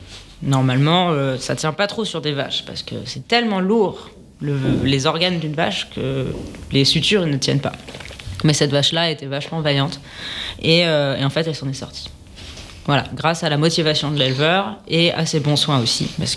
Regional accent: London, United Kingdom; Et j'ai grandi à Londres dans une grande ville.

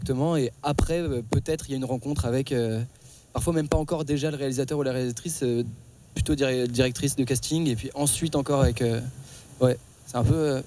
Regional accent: Paris, Île-de-France, France; En fait, je suis parisien.

